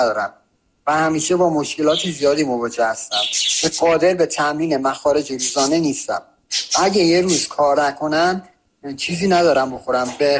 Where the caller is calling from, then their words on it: Qazvin, Iran; از قزوین، یه کارگر ساختمانی